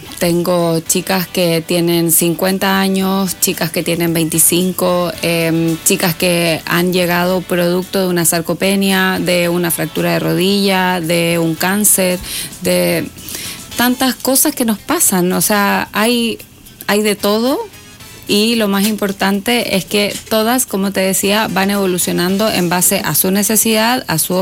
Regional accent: Santiago, Santiago Metropolitan Region, Chile; now in La Serena, Chile

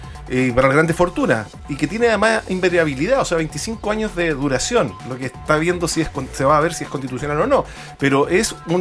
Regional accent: Chile; somos nosotros los chilenos

